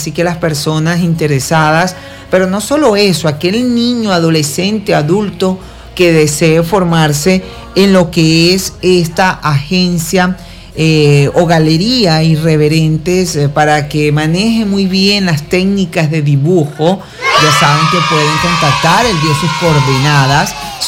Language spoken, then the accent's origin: Spanish; Venezuela